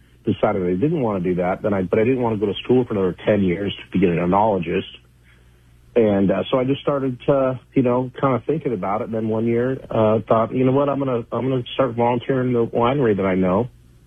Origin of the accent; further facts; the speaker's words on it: Wenatchee, Washington, United States; also born or lived in Oakland, California; Well, I was born in Oakland, California, but I grew up in Eastern Washington, a town called Wenatchee.